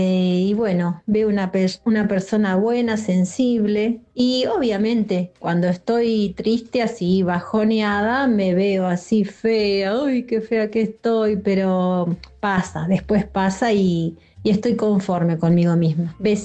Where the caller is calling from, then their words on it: Zárate, Buenos Aires Province, Argentina; de Zárate.